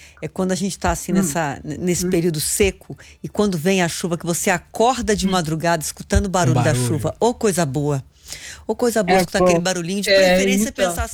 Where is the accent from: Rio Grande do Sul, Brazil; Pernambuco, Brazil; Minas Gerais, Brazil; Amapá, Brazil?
Minas Gerais, Brazil; Itabirito; born there; Eu nasci em Itabirito, que é ali, ó, do ladinho de Ouro Preto.